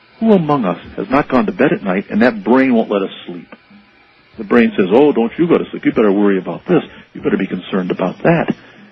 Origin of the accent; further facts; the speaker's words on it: Hawaii, United States; speaking as Hawaiian and as a doctor